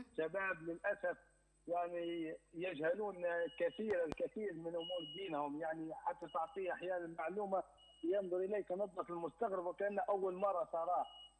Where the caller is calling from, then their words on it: Libya; بلادنا ليبيا الحبيبة